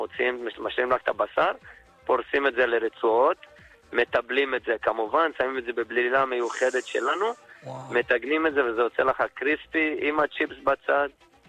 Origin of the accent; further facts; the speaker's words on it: Petah Tikva, Central District, Israel; מפתח תקווה